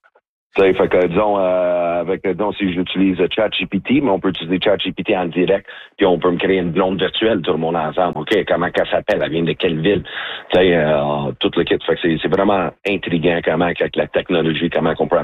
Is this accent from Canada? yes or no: yes; Edmonton, Alberta, Canada; French is a second language; now in Quebec, Canada; Sinon, ouais, j'ai commencé en anglais. Je viens d'Edmonton, Alberta.